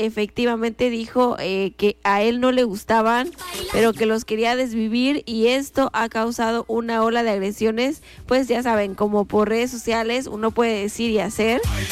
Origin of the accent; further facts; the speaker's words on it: Mexico; Porque somos más mexicanos que el nopal, claro que por supuesto que sí.